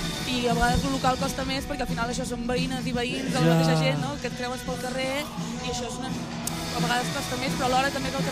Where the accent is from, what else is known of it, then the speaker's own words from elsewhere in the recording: Arbúcies, Catalonia, Spain; nosaltres som d'Arbúcies, d'un poble del Montseny